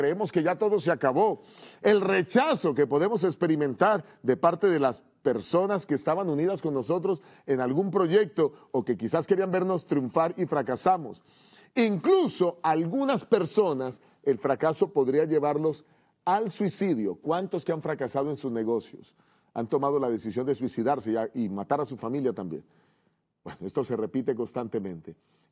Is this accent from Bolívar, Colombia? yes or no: no; Bogotá, Colombia; Hasta que tuvimos una competencia con la liga de la ciudad donde yo estudiaba, en mi país, en la ciudad de Bogotá, en Colombia.